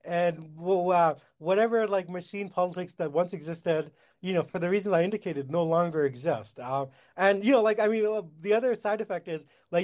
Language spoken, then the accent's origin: English; Canada; As a Canadian, I want to congratulate all the Americans on their anniversary.